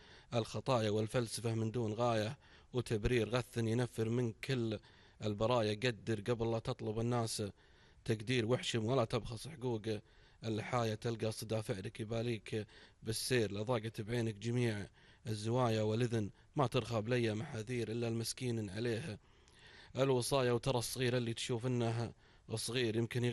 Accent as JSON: {"language": "Arabic", "country": "Kuwait", "said": "كنت في علاج بالخارج مع الأهل واشتد الحنين علي في الكويت"}